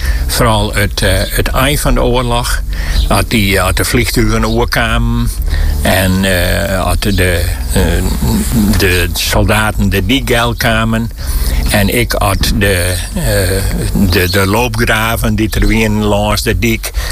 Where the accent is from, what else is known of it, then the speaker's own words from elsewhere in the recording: Friesland, Netherlands; ik kwam ter Kappelen uit Nederland. Nou, waar? In het noorden, in Friesland.